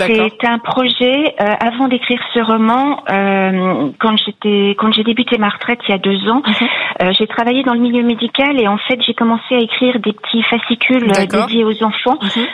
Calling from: Ambly-sur-Meuse, Grand Est, France; je vous appelle du département de la Meuse, à quelques kilomètres de Verdun.

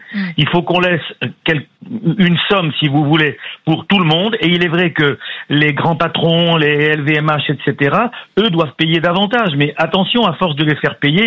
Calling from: Juan-les-Pins, Provence-Alpes-Côte d'Azur, France; je vous appelle de Jouan-les-Pins.

